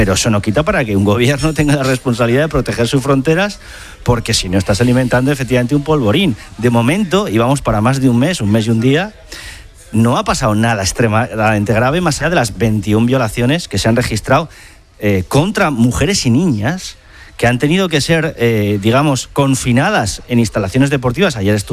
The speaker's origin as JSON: {"language": "Spanish", "country": "Spain", "said": "es algo de lo que sentirnos orgullosos como españoles."}